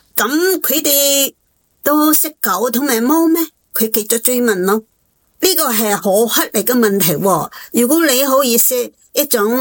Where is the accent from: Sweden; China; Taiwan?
Sweden; 我呢是瑞典长大的，虽然母亲是印度人，但是当时呢素食主义呢是欧洲是都是很少见的。